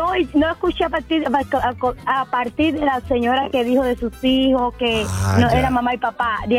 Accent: Cuba

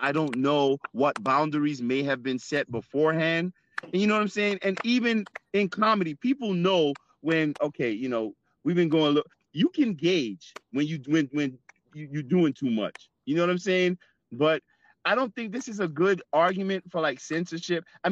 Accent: Jamaica; Even with Jamaican, like I'm Jamaican, right?

